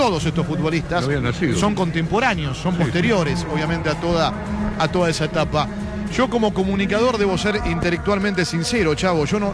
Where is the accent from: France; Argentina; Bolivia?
Argentina; hechos tan graves que nos ha tocado vivir como argentinos